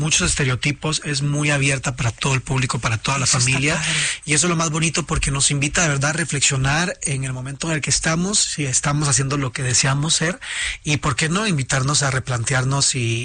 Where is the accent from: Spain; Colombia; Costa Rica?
Costa Rica; moved away as an adult; now in Mexico; Tengo ya casi 5 años en México. Ya soy mexicano.